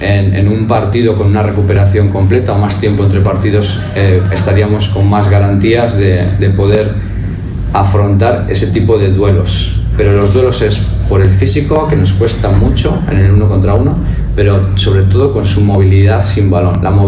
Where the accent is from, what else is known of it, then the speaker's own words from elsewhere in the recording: Mexico; Jugando a lo nuestro, sacando nuestro potencial como mexicanas, tenemos nuestros chances y nuestras oportunidades.